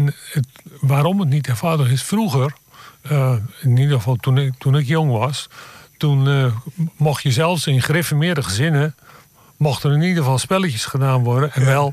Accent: Rijnsburg, South Holland, Netherlands; Bijvoorbeeld Rijnsburg. Oorspronkelijk kom ik uit Rijnsburg.

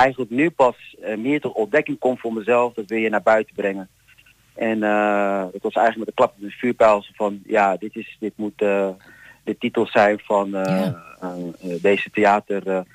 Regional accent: Netherlands; als Molukse man, Nederlands, Javaans en van Molukse afkomst

